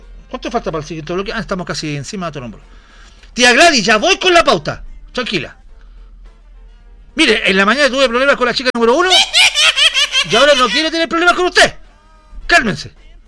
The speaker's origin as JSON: {"language": "Spanish", "town": "Santiago", "region": "Santiago Metropolitan Region", "country": "Chile", "said": "yo soy de Estación Central"}